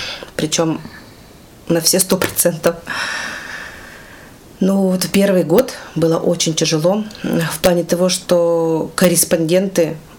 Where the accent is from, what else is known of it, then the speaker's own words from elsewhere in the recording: Krasnoufimsk, Sverdlovsk Oblast, Russia; moved away as an adult; now in Yekaterinburg, Russia; я родом из Красноуфимска.